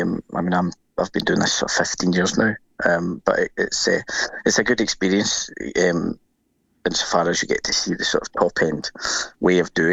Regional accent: Glasgow, Scotland, United Kingdom; as someone who's born and bred in Glasgow, to be working in the city I was born and grew up

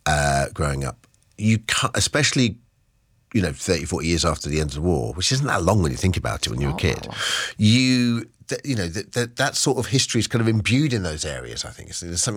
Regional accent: East of England, United Kingdom; I grew up in East Anglia

